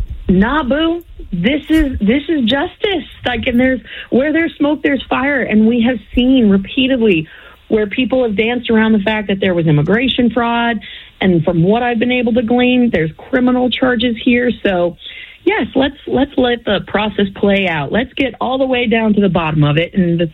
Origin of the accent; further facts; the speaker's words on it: Castle Rock, Colorado, United States; So, you know, that's my home state. I mean, I grew up in Castle Rock, but not too far, about 40 miles north of there.